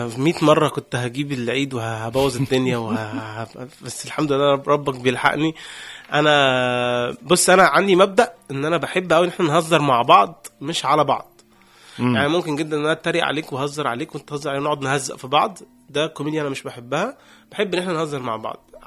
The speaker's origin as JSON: {"language": "Arabic", "country": "Egypt", "said": "بعد كده جه شباب اليت عندنا في مصر"}